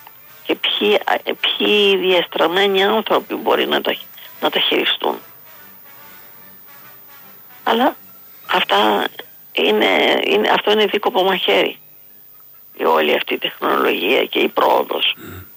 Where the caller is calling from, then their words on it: Crete, Greece; παρόλο που είμαστε από Κρήτη